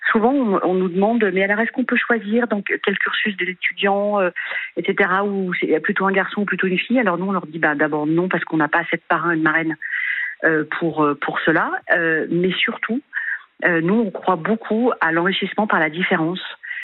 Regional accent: Lyon, Auvergne-Rhône-Alpes, France; Je suis une pure lyonnaise.

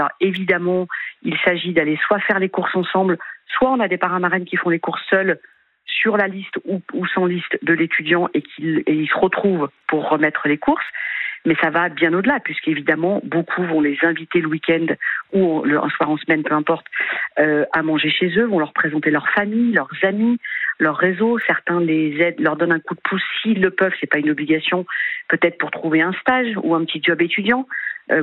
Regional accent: Lyon, Auvergne-Rhône-Alpes, France; C'est quand même, je suis une pure lyonnaise.

